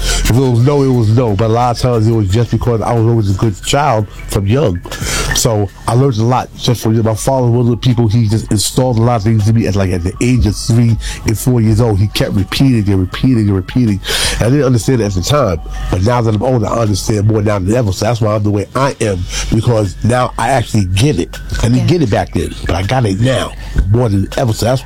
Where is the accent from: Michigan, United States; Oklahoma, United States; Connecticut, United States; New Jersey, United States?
New Jersey, United States; Teaneck; the designer. I'm from Teaneck, New Jersey.